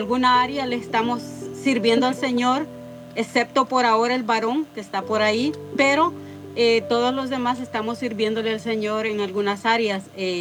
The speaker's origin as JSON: {"language": "Spanish", "country": "El Salvador", "said": "Soy, primero, soy salvadoreña también, igual que tú, por ahí han dado, para los que no saben."}